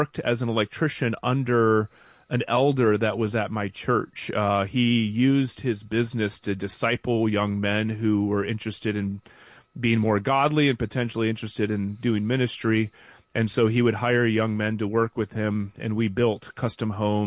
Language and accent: English; South Carolina, United States; because where I grew up in South Carolina, when we talked about diversity, it was just primarily, you know, Caucasian and Black, and that was it.